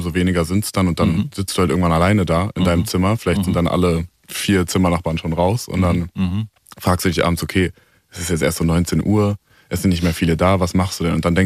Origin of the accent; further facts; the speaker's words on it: Melsungen, Hesse, Germany; In Kassel, also Nähe Kassel, Melsungen heißt das.